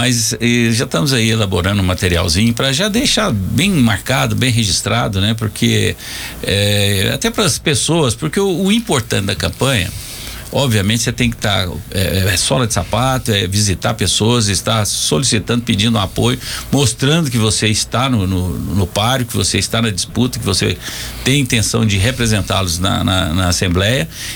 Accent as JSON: {"language": "Portuguese", "town": "Anápolis", "region": "Goiás", "country": "Brazil", "said": "Quando a gente sai do estado, a gente é goiano também."}